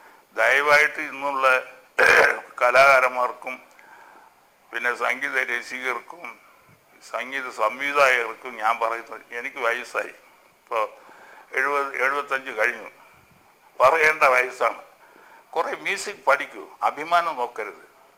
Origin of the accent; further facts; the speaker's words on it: Kerala, India; ഞാനൊരു മലയാളി എന്നുള്ള നിലയിൽ പറയുകയാണ്